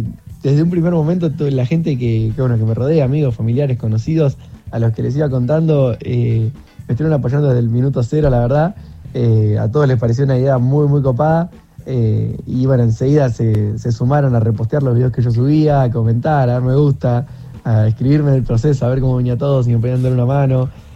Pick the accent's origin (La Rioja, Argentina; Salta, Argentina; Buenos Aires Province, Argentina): Buenos Aires Province, Argentina; Mar del Plata; yo soy de Mar del Plata.